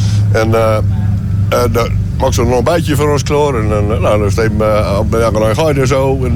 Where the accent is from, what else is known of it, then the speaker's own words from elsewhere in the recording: Delfzijl, Groningen, Netherlands; born there; Ja, ik kom uit Del Ziel.